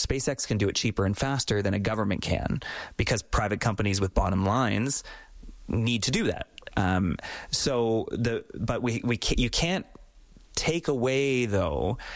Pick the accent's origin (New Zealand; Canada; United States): Canada; being Canadian